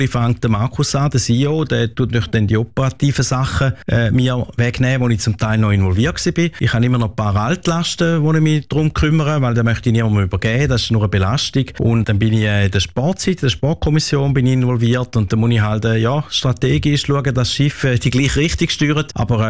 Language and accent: German; Schaffhausen, Switzerland; now in Singapore; auch wenn ich in Singapur wohne, ja, ich bin Schweizer, bin in der Nähe aufgewachsen und ich fühle mich sehr wohl in dem Umfeld